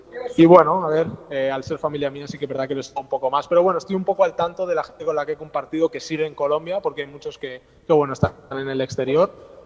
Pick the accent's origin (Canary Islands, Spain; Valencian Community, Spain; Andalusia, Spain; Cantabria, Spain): Valencian Community, Spain; Alicante; born there; Yo soy originario de Alicante, pero bueno, toda mi familia es de Palmira, completo, soy el único que ha nacido fuera.